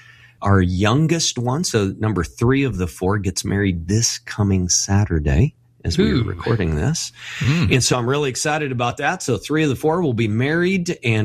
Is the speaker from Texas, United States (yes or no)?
yes; Dallas, Texas, United States; Well, born and raised in North Texas. I don't know why they call it North Texas. It's the Dallas-Fort Worth area.